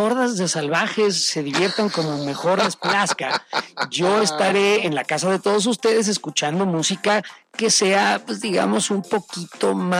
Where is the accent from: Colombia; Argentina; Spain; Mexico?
Mexico